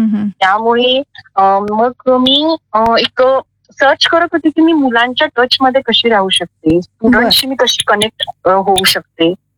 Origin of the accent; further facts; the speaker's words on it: Nashik, Maharashtra, India; मी नाशिकचंच आहे. माझं सासर आणि माही माझं दोघं पण नाशिकच आहे.